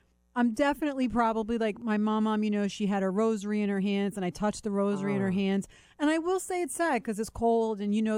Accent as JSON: {"language": "English", "country": "Ireland", "said": "We don't have feelings. We're Irish."}